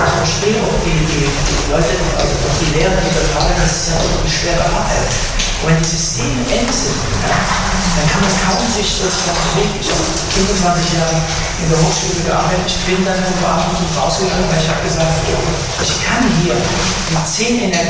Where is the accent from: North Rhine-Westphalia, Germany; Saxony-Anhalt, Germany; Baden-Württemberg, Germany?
Saxony-Anhalt, Germany; Halle; Vielleicht wissen Sie es, meine Eltern waren Iraner. Ich bin hier groß geworden, übrigens von 0 bis 7 bin ich in Halle groß geworden. Ich bin in der ersten Klasse in Halle gewesen.